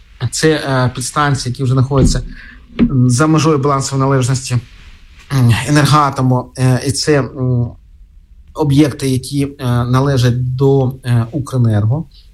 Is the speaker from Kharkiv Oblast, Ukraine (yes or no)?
yes; Kharkiv Oblast, Ukraine; це або моя рідна Харківщина, або Чернігівщина, Сумщина